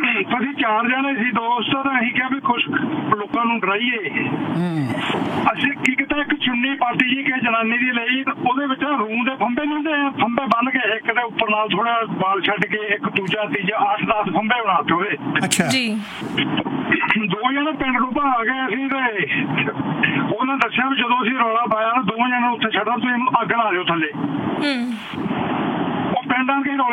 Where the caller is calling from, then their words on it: Ambala, Haryana, India; ਅੰਬਾਲ ਤੋਂ ਹੈਲੋ